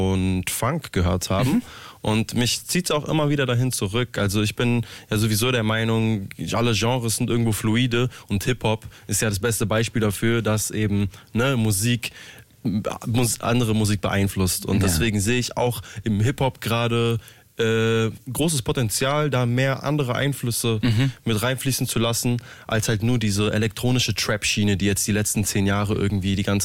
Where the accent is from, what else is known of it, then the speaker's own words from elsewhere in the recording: Berlin, Germany; Der erste ist … dedicated an meine Heimat Berlin.